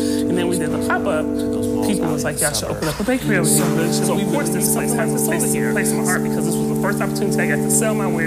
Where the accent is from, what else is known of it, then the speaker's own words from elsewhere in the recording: Detroit, Michigan, United States; born there; born straight down Livernois.